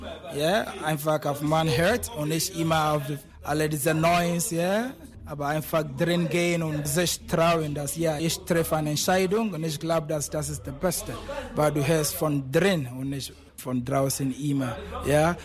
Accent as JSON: {"language": "German", "country": "Ghana", "second_language": "German", "said": "ich komme aus der Straße, Reggae, Afro-Weiß, ja, direkt aus Ghana."}